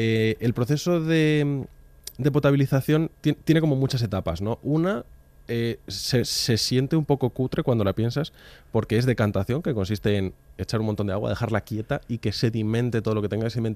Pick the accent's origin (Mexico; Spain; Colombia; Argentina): Spain; Madrid, Community of Madrid